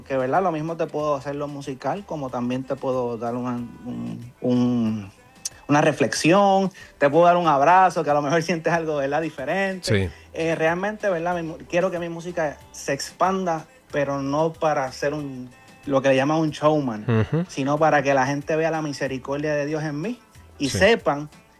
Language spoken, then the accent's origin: Spanish; Puerto Rico; soy boricua.